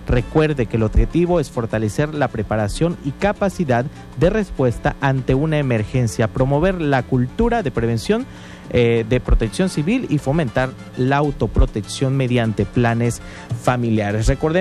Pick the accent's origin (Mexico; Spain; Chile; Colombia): Mexico; lo orgulloso que somos de ser mexicano.